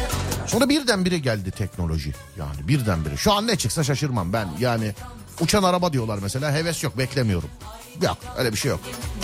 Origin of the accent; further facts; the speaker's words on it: Istanbul, Turkey; Günde nereden baksan 2 saat kardayım bir İstanbullu olarak.